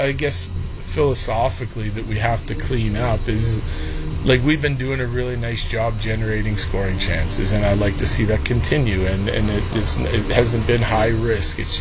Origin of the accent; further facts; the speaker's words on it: Saskatchewan, Canada; moved away; We're both from Saskatchewan